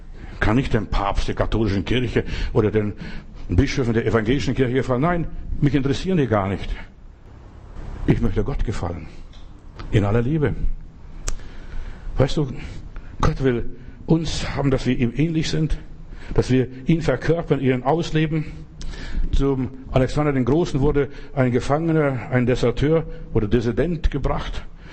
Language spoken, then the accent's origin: German; Germany